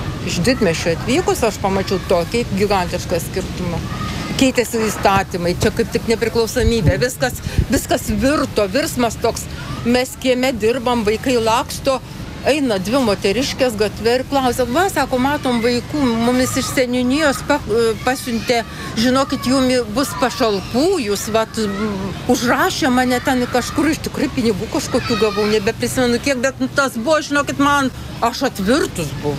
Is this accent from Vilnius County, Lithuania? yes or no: no; Šiauliai, Šiauliai County, Lithuania; born there; now in Akmenė, Lithuania; Aš labai esu lojali ir myliu Akmenę, nors gimiau Šiauliuose, bet nu, man Akmenė yra nepakartojama ir nepamainama.